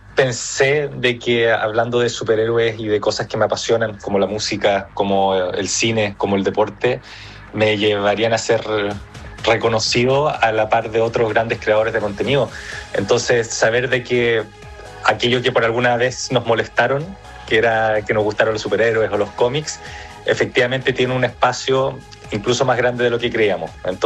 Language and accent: Spanish; Chile; born there; also born or lived in United States; nací en Estados Unidos, pasé mis primeros años allá, pero ya. Mi familia es chilena, yo soy chileno, todo ya. Mi entorno es chileno, así que más chileno que los porotos imposible, solamente nací allá.